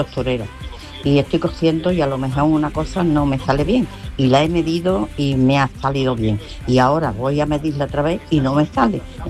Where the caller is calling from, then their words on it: Alcalá, Spain; Hola, buenas tardes. … de Alcalá.